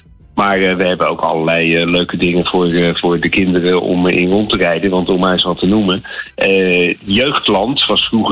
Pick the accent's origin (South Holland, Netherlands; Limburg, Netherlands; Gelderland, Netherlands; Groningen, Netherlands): South Holland, Netherlands; Rotterdam; Ik ben ook Rotterdammer en ik hou ook van oude trams.